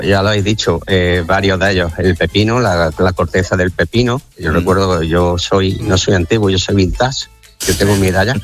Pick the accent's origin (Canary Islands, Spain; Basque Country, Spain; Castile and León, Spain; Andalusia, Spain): Andalusia, Spain; Córdoba; Y después, otro año, como yo soy de Córdoba